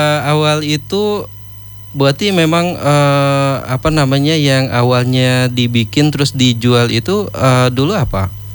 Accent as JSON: {"language": "Indonesian", "town": "Sintang", "region": "West Kalimantan", "country": "Indonesia", "said": "Kata kita orang Sintang apa? Panas bedengkang gitu ya."}